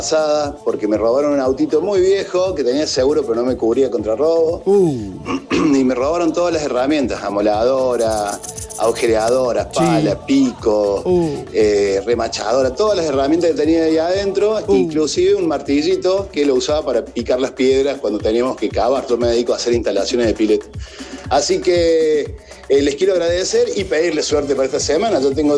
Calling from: Salsipuedes, Córdoba, Argentina; soy de Salsi Puedes.

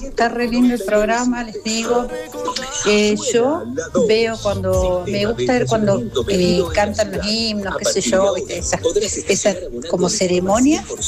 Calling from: Argentina; de Jardín

